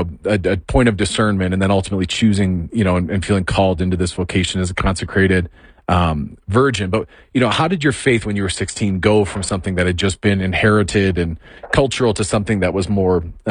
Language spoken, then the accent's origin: English; Midwest, United States; I'm from the Midwest. I grew up hanging out in parking lots.